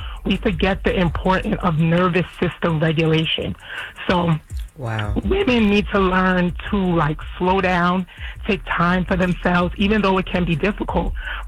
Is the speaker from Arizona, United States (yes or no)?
no; New York, United States; now in Burlington, United States